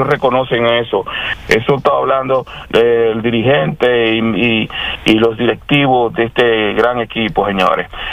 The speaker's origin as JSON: {"language": "Spanish", "country": "Dominican Republic", "said": "Yo me alegro como dominicano"}